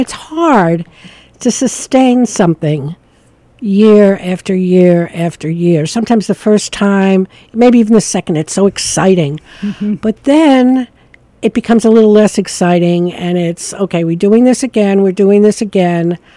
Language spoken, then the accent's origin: English; New York, United States; now in Savannah, United States; you can tell I'm not from Savannah. I'm from upstate New York.